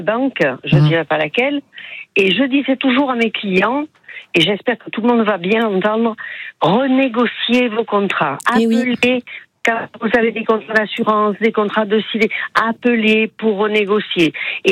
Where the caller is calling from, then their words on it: Aubagne, Provence-Alpes-Côte d'Azur, France; J'habite sur Aubagne